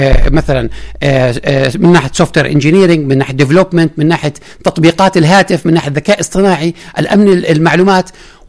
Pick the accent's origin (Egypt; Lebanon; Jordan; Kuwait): Jordan; الانطباع العام عندنا كأردنيين